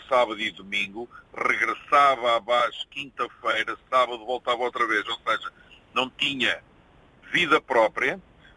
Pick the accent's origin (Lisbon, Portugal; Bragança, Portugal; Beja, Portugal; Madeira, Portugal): Lisbon, Portugal; born or raised there; moved away as an adult; also born or lived in Coimbra / Aveiro; now in Belgium